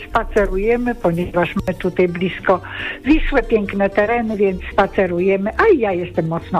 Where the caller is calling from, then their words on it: Warsaw, Masovian Voivodeship, Poland; Z Białołęki, Warszawa.